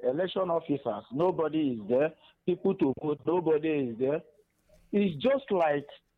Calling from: Enugu State, Nigeria

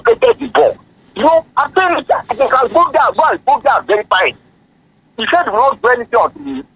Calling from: Ibadan, Oyo, Nigeria; I'm calling from Ibadan here.

